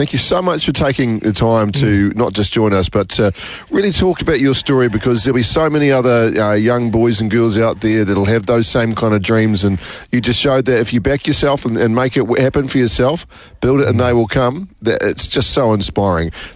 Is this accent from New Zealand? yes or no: yes; Auckland, New Zealand; I'm from Auckland. I'm a Blues supporter.